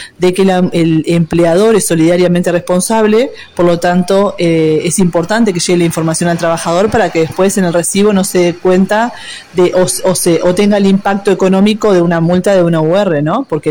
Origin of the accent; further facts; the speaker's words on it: Colonia, Uruguay; Yo soy una trabajadora de Colonia, entonces entiendo lo que a veces pasa en el interior, que las decisiones se toman todas en Montevideo